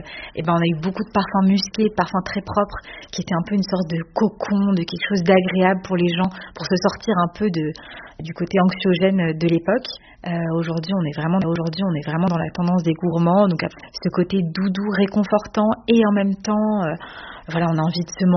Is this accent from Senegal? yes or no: no; Paris, Île-de-France, France; j'ai 26 ans. Je suis née à Paris, j'ai grandi à Paris et je travaille aujourd'hui à Paris.